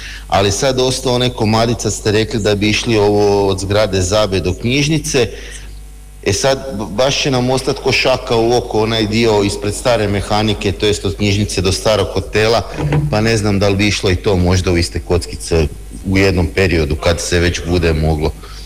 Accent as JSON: {"language": "Croatian", "town": "Virovitica", "region": "Virovitica-Podravina County", "country": "Croatia", "said": "kod nas u Virovitici"}